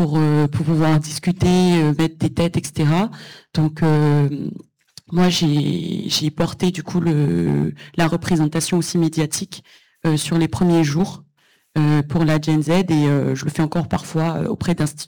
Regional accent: Madagascar; now in France; j'ai grandi à Madagascar et après j'ai migré ici en France.

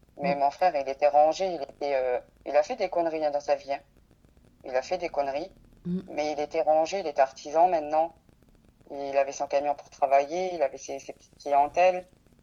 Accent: France

